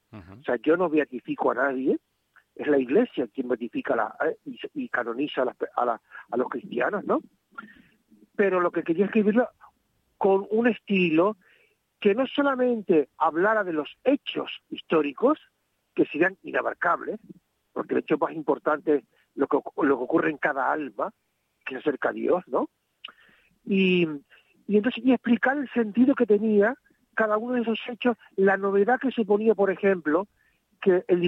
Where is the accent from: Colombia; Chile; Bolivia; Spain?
Spain; Santa Cruz de Tenerife, Canary Islands; soy de aquí de Santa Cruz, de Tenerife